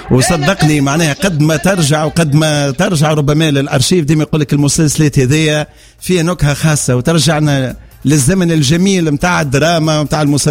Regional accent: Tunisia; ما نعرفش موجود عندنا في تونس ولا مش موجود.

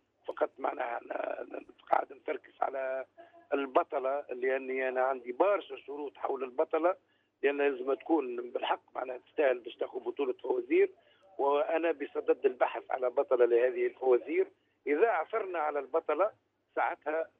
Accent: southern Tunisia, Tunisia; accent: southern Tunisian dialect; لهجتنا متاع الجنوب

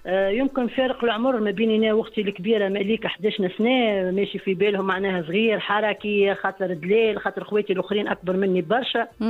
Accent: Jerissa, Kef Governorate, Tunisia; بنت جريسة، تسمى بنت الشمال الغربي الكل، ولدت وكبرت في جريسة بين الجبل والمينا وبين قسوة المكان ودفء الناس. من جريسة بدأت حكايتي.

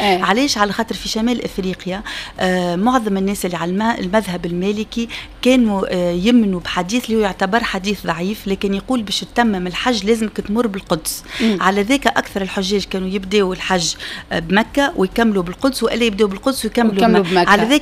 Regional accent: Tunisia; انت خليت الام الاوكرانيه ونسيت البوت التونسي، ولينا عشت وتولدت في تونس.

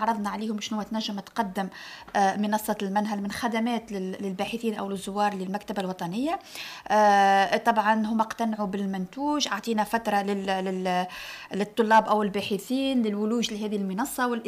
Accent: Tunisia; بحكم إني أنا تونسية وباحثة تونسية

